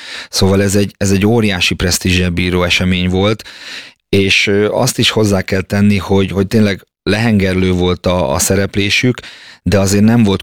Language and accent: Hungarian; Hungary; büszkék lehetünk magyarként